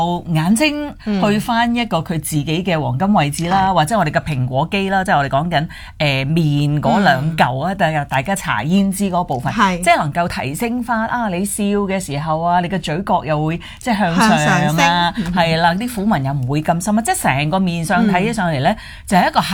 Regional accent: China; 其实即是讲到我们中国人 啦，都幾相信一啲玄學上高嘅嘢啦

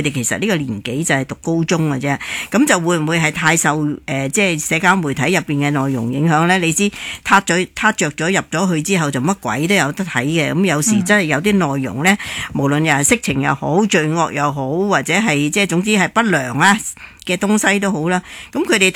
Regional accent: Hong Kong

